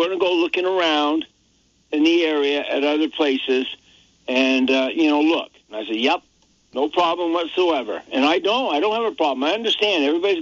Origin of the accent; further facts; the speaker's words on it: Barre, Vermont, United States; born there; I'm a Barry boy. I was born in Vermont